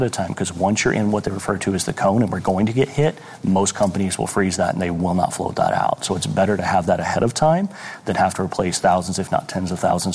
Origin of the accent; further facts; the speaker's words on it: Midwest, United States; now in Florida, United States; I'm from the Midwest originally, but you see so much fraud down here